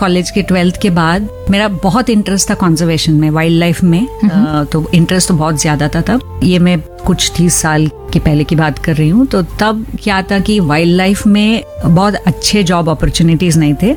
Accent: Bangalore, Karnataka, India; मैं पैदा हुई थी बैंगलोर में ही, क्योंकि मेरी मम्मी बैंगलोर से थी तो मैं पैदा वहीं पे हुई थी और मेरा बचपन भी ज्यादातर बैंगलोर में ही था। जब तक मैं 12th स्टैंडर्ड तक थी, तो बैंगलोर में जो कैंटोनमेंट की एरिया है वहाँ हुई थी मेरी स्कूलिंग और जो भी मैंने सीखा था प्राइमरी एजुकेशन।

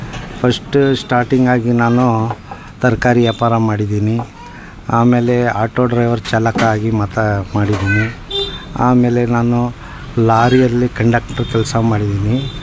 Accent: Shivamogga, Karnataka, India; ನಾನು ಶಿವಮೊಗ್ಗದಲ್ಲೇ ಇದೇ ಊರಲ್ಲಿ ಹುಟ್ಟಿರೋದು. ಗಾಂಧಿ ಬಜಾರ್ ಸೆಕೆಂಡ್ ಕ್ರಾಸ್ ಕಸ್ತೂರ್ಬಾದಲ್ಲೇ ಹುಟ್ಟಿರೋದು, ಬೆಳೆದಿದ್ದು ಇಲ್ಲೇ.

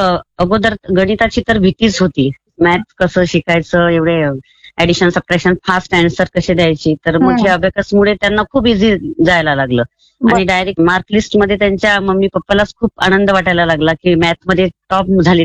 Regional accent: Maharashtra, India; moved away as an adult; now in Nashik, India; हा शेगाव जवळील खामगाव मधील सासर आहे माझं आणि शेगाव जवळ जवळपासच माहेर आहे माझं.

